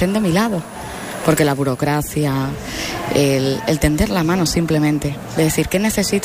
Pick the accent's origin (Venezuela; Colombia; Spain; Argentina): Spain; Extremadura